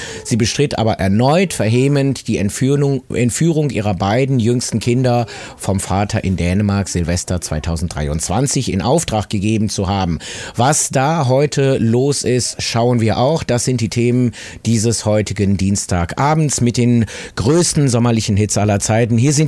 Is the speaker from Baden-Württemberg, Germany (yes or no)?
no; Hamburg, Germany; Dann schauen wir natürlich auch in meine alte Heimat nach Hamburg